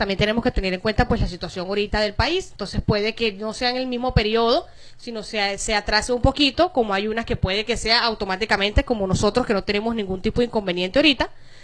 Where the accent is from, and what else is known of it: Venezuela